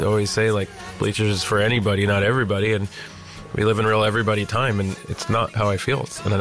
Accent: New Jersey, United States; We got married in this beach town that I grew up in Jersey.

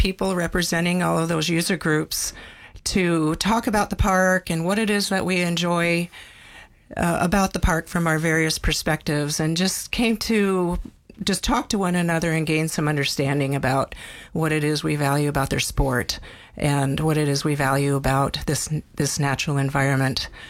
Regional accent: Anchorage, Alaska, United States; I was born and raised on the Anchorage hillside. My parents came to Alaska in 1953.

